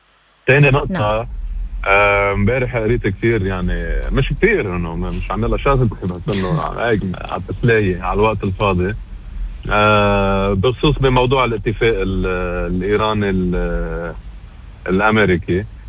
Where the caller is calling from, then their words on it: Lebanon; انا ما بدي حدا يدافع عني كأنا لبناني